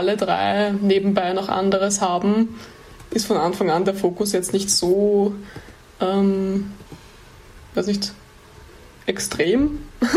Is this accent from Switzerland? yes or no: no; St. Pölten, Lower Austria, Austria; wir kommen beide aus St. Pölten. Das ist die Hauptstadt von Niederösterreich, also das Bundesland neben Wien.